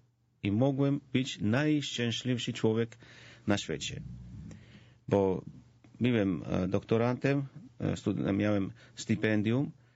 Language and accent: Polish; Georgia; born or raised there; Polish is a second language; now in Poland